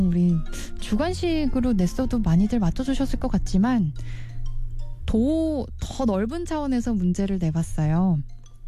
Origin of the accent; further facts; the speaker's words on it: Cheorwon, Gangwon, South Korea; 제 고향은 북한과 가장 가까운 강원도 철원입니다.